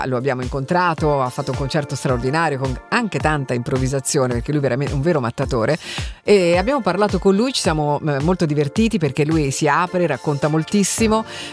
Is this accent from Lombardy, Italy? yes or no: no; Pisa, Tuscany, Italy; sono di Pisa, e lui nessuno è perfetto.